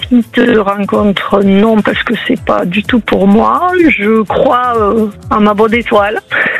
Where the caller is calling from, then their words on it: Clermont-Ferrand, Auvergne-Rhône-Alpes, France; Clermont-Ferrand